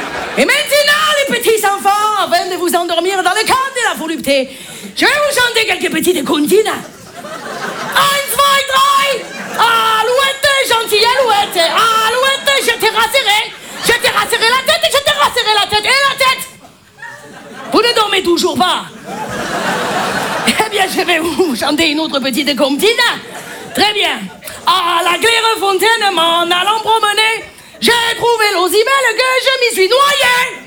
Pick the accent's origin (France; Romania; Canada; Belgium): France; Marseille, Provence-Alpes-Côte d'Azur; m'y connais en accent, hein, je suis marseillaise. J'ai pas l'accent.